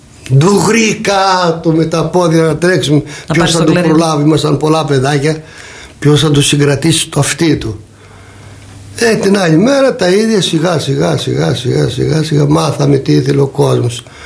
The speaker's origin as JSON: {"language": "Greek", "town": "Agrinio", "region": "Western Greece", "country": "Greece", "tie": "born or raised there", "said": "ο τόπος που μεγάλωσα, που γεννήθηκα, λέγεται Λαγκαδιά."}